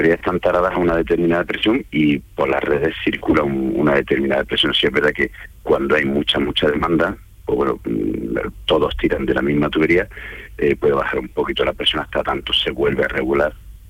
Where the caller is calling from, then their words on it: Roquetas de Mar, Andalusia, Spain; Yo vivo en Roqueta de Mar, en Almería, pero actualmente estoy trabajando en capital y en Linares.